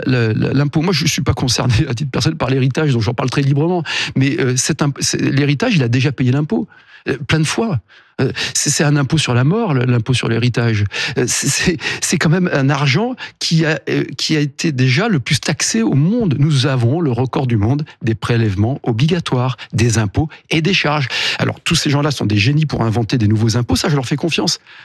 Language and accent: French; France